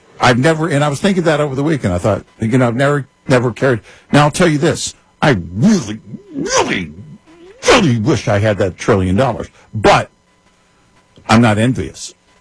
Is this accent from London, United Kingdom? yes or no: no; Scotland, United Kingdom; Well, I have to start with the fact that I'm Scottish, so that's not going to fly.